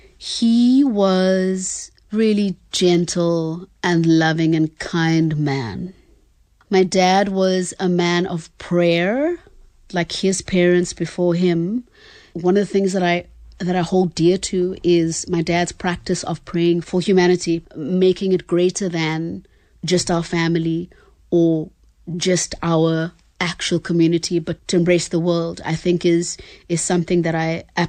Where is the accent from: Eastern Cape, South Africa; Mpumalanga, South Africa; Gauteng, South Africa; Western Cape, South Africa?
Eastern Cape, South Africa; I have really fond memories of community life growing up in the Eastern Cape. There are a lot of rural areas, and then there are urban areas. And I grew up in a more urban area and an urban township.